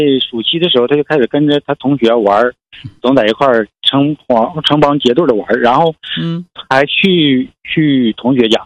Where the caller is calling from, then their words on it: Jilin, China; 我是吉林这边的，是农村的。